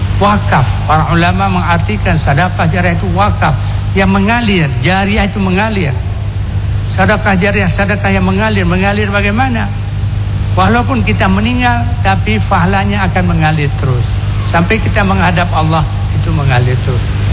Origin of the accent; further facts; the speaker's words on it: Aceh, Indonesia; moved away; Saya orang Aceh